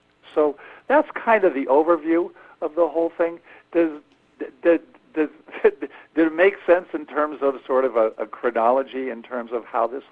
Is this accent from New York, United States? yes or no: yes; Kingston, New York, United States; we grew up in Kingston, New York, and this was a very middle-class town that had, you know, strong Catholic population, and there were Irish, and there were Italians, and there were African Americans